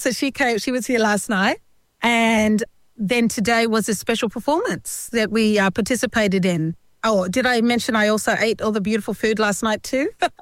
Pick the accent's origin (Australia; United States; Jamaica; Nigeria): Australia; Cairns, Queensland; I'm originally from Cairns, far north Queensland. I'm a proud Aboriginal and Torres Strait Islander woman.